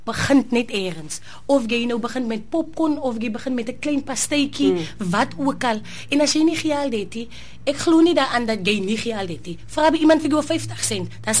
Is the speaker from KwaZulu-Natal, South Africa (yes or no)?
no; Calitzdorp, Western Cape, South Africa; also born or lived in Oudtshoorn; Ek het goed geword in Kallertsdorp.